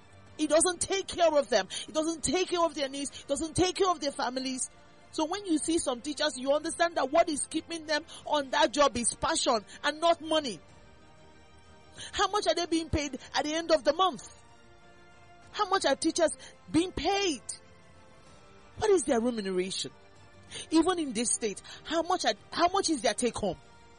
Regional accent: Nigeria; as a Nigerian

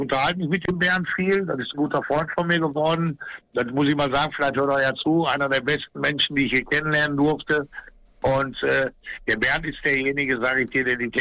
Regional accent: North Rhine-Westphalia, Germany; Wir kommen aus dem Ruhrgebiet.

